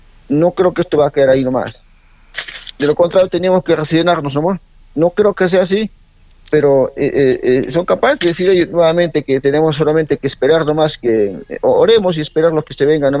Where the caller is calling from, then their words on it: Arequipa, Peru; estoy acá nomás desde la parte norte de nuestra Arequipa, desde el cono norte, Cerro Colorado.